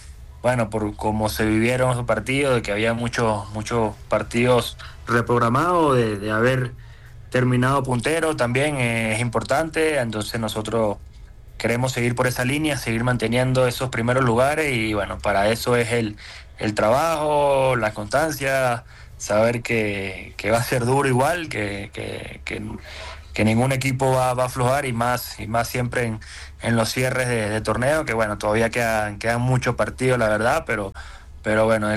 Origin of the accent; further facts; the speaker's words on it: Venezuela; now in Bolivia; yo soy venezolano, yo viví cosas difíciles también en mi país